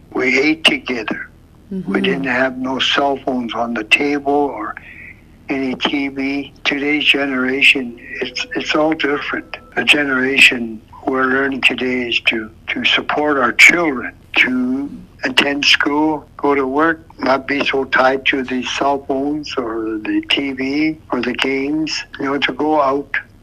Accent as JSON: {"language": "English", "town": "Fort Norman", "region": "Northwest Territories", "country": "Canada", "tie": "born or raised there", "said": "And from my early years of growing up in Fort Norman, now as Toledo, how you know we advanced so far."}